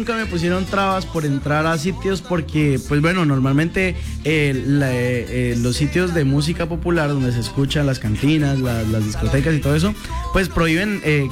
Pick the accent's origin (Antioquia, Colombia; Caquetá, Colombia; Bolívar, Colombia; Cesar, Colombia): Caquetá, Colombia; venimos ya aquí del Caquetá, como te digo, ya son 2 añitos luchando por ese sueño de la música popular. Y bueno, no, a seguir trabajando, dejar el nombre del Caquetá siempre en alto.